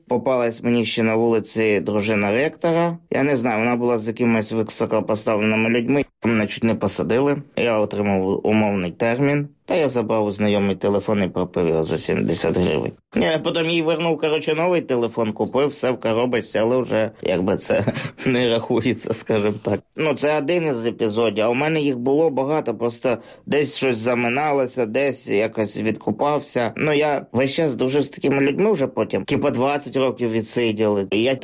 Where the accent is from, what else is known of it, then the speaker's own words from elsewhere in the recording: Vyshneve, Kyiv Oblast, Ukraine; Народився в Києві, потім десь через півроку бабуся отримала квартиру, ми переїхали жити у Вишневе. З самого дитинства я живу у Вишневе.